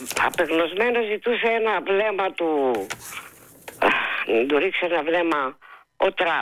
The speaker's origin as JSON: {"language": "Greek", "country": "Greece", "said": "Ήθελα να σας πω ότι ως Ελληνίδα νιώθω ντροπή και απογοήτευση"}